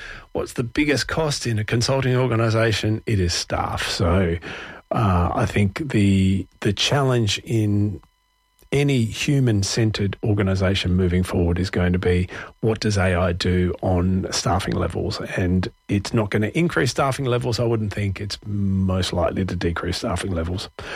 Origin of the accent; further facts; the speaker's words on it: Perth, Western Australia, Australia; moved away as an adult; now in Melbourne, Australia; I'm from Perth originally. I moved to Melbourne in 2004, so I've been here a very big chunk of my life now. But I did spend a chunk of my working career in Perth as well.